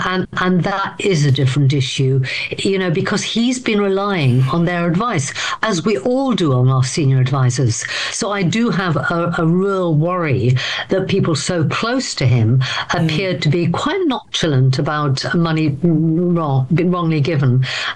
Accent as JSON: {"language": "English", "town": "Camden", "region": "London", "country": "United Kingdom", "said": "So I'm from Camden. I'm from a home in St Pancras, which is where we've now got a by-election."}